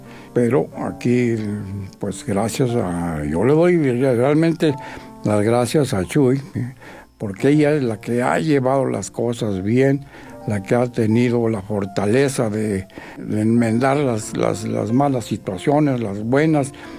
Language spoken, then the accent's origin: Spanish; Mexico City, Mexico; born there; now in Pachuca, Mexico; porque sin la I no soy yo. Yo nací en el Distrito Federal, hoy le dicen Ciudad de México, y ya tenemos aquí en Hidalgo, desde Tulancingo y Pachuca, 45 años viviendo aquí.